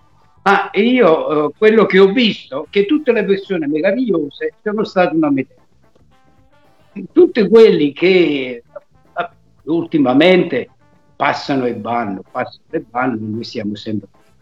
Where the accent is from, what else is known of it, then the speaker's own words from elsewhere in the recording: Campania, Italy; dalle nostre parti, in Campania